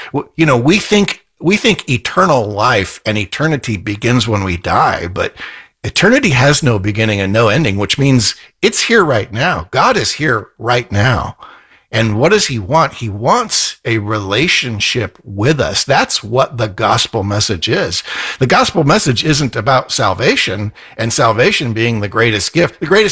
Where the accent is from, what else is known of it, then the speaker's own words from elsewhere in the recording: California, United States; now in West Virginia, United States; West Virginia was an absolute choice because I came from California.